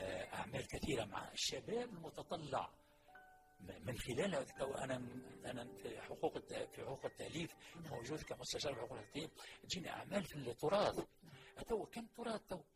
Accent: Tunisia; احنا عندنا في تونس

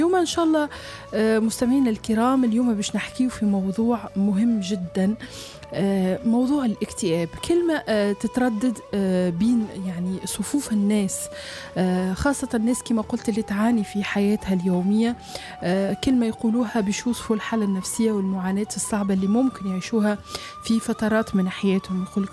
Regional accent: Tunisia

